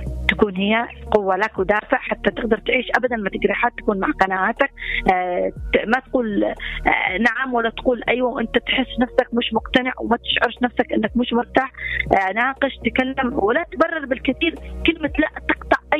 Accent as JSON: {"language": "Arabic", "country": "Yemen", "said": "مثلا إحنا كمجتمع يمني ما تلاحظش أنه في أطفالنا وبناتنا تعودوا ما يقدروا يقولوا كلمة لا."}